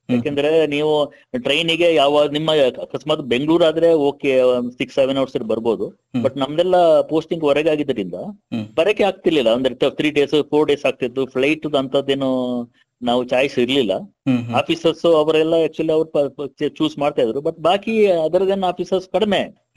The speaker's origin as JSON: {"language": "Kannada", "town": "Kiggalu", "region": "Karnataka", "country": "India", "tie": "born or raised there", "moved": "as an adult", "said": "ನಮ್ಮ ಊರು ಕಿಗ್ಗಾಲು"}